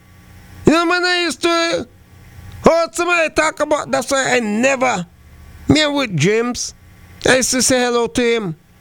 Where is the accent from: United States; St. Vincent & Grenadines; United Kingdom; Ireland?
St. Vincent & Grenadines; now in Antigua and Barbuda; my mother sent for us from my hometown, St. Vincent de Grenadines, to join her over here in Antigua and Barbuda.